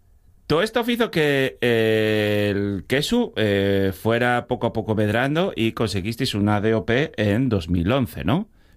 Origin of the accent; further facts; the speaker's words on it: Asturias, Spain; ¿Cómo somos los asturianos?